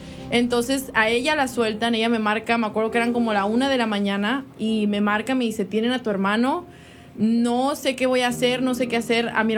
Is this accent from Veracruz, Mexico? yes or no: yes; Veracruz, Mexico; Aunque a mí me encanta que soy de Veracruz, estoy orgullosísima de ser de México